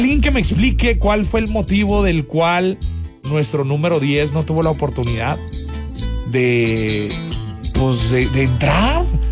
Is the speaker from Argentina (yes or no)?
no; Mexico; Sentí que nos unimos todos como mexicanos.